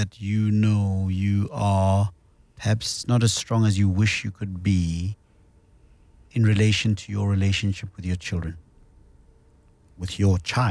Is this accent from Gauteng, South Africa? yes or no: no; Msinga, KwaZulu-Natal, South Africa; I am away from home. I'm originally from Kwamsinga, but I'm here for work.